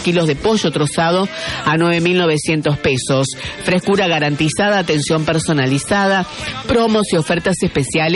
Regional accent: Argentina; me crié en Barrio Parque

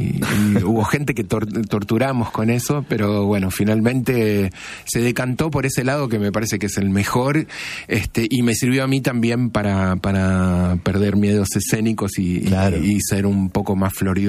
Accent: Ushuaia, Tierra del Fuego, Argentina; No nací, pero crecí en Ushuaia y no tengo ninguna capacidad musical, absolutamente ninguna.

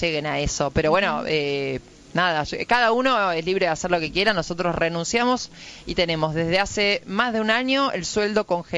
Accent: Santa Fe, Argentina; yo soy de Santa Fe

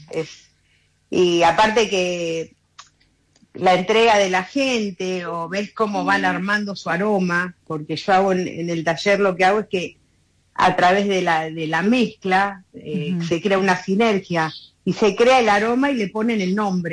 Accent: Buenos Aires, Argentina; moved away; yo soy del Bajo Flores.

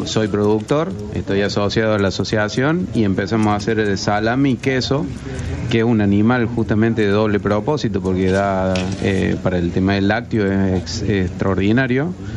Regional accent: Córdoba, Argentina; now in Ituzaingó, Argentina; Hace 20 años que estamos viviendo en Ituzaingó. Somos de Córdoba.

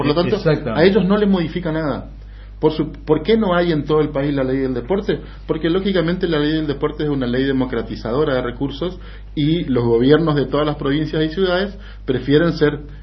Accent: Argentina

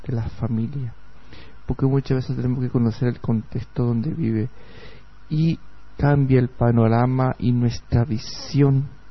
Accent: Las Breñas, Chaco, Argentina; moved away as an adult; now in General San Martín, Argentina; yo soy de Las Breñas, voy a cumplir 29 años que vine a San Martín

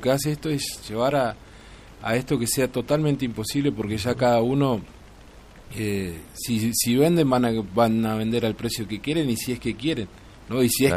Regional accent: Junín de los Andes, Neuquén, Argentina; para todos aquellos que somos nacidos y criados en Junín de los Andes

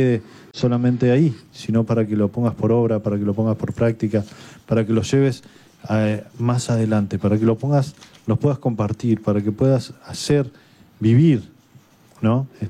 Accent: San Isidro, Buenos Aires Province, Argentina; Nosotros también somos de San Isidro, de la zona.

